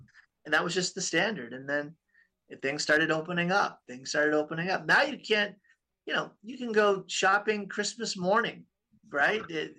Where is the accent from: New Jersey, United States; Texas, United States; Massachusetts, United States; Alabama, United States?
Massachusetts, United States; Boston; moved away; Yeah, I grew up in Boston